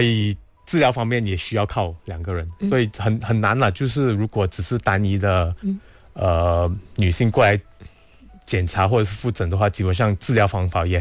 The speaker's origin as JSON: {"language": "Chinese", "country": "Malaysia", "said": "因为我们马来西亚人基本上都跟太阳不是那么好的关系了"}